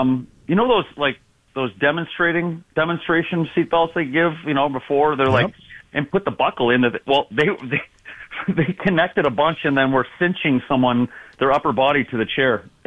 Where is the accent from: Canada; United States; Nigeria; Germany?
Canada; your boy as a Canadian who grew up without guns